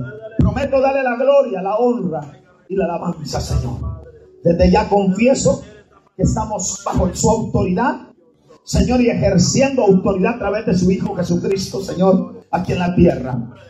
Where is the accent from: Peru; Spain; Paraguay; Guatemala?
Guatemala; ya, hermano, no sé ni de dónde soy. Yo estoy revuelto con hondureños, cubanos. Yo sigo diciendo que soy de Guatemala, pero ya no se me oye igual, hermano.